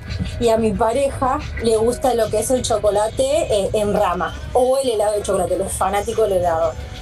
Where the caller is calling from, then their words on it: Merlo, Buenos Aires Province, Argentina; soy de Merlo